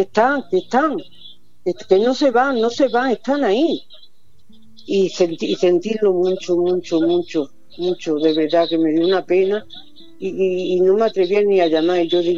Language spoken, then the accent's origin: Spanish; Córdoba, Andalusia, Spain; now in Granada, Spain; Soy cordobesa.